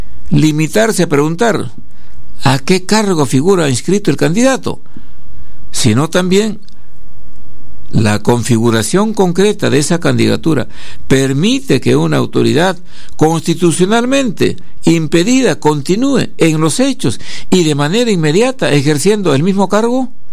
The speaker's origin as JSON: {"language": "Spanish", "country": "Peru", "said": "como los peruanos somos intonsos y vivimos en un país bananero"}